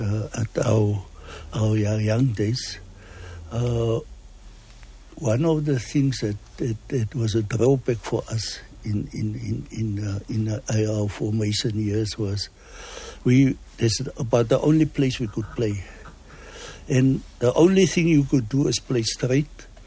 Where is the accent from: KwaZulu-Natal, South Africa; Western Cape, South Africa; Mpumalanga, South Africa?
Western Cape, South Africa; Cape Town; born or raised there